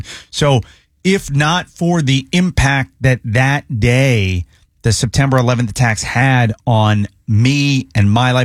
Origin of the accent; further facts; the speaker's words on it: Florida, United States; born there; And my whole family is from New York. Like, New York is in my blood. I was born here in Florida, but just it's always been New York.